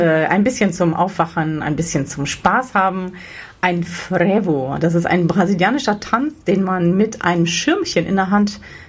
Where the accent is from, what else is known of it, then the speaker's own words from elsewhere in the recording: Slovenia; Ich stamme aus Slowenien.